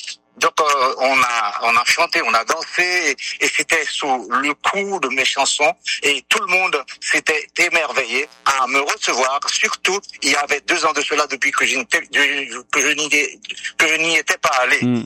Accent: Dondon, Nord, Haiti; à Dondon, il y a une inspiration qui est réellement grande et c'est un pays fertile là où j'ai grandi, là où j'ai appris à aimer, à apprécier et à respecter.

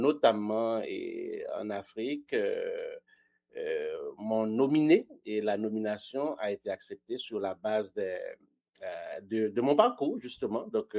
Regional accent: Haiti; ça a commencé en Haïti. Je suis haïtien, pour ceux qui s'en doutaient.

